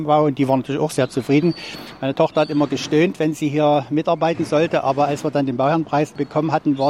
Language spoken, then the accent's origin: German; Meissen, Saxony, Germany; Ich bin tatsächlich in der Görnischen Gasse groß geworden. Meine Großmutter lebte hier. Mehr oder weniger ist das hier mein Zuhause.